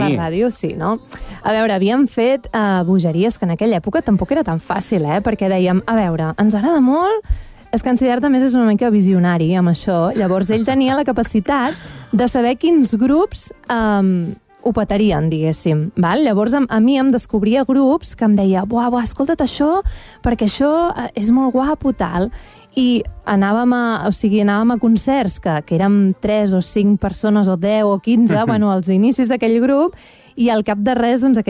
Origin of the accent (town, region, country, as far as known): Castelló d'Empúries, Catalonia, Spain; born or raised there; also born or lived in Roses